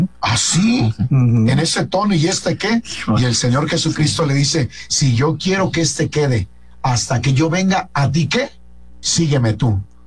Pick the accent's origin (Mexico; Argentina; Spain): Mexico; Los mexicanos somos machos.